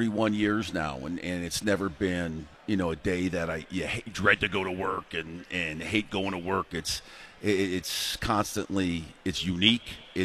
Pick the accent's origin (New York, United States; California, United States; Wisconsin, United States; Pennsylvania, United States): Wisconsin, United States; I'm from Wisconsin originally, and my mom worked in a cheese factory for 35 years, and my dad drove a railroad train for 45 years.